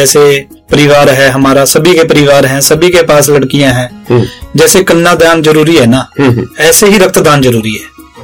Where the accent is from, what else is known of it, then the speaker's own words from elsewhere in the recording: Kurali, Haryana, India; कुराली, तहसील नारायणगढ़, जिला अम्बाड़े का रहने वाला हूँ। मेरा गांव कुराली है, तहसील नारायणगढ़, जिला अम्बाड़ा में, और मेरा गांव बहुत ही छोटा सा गांव है।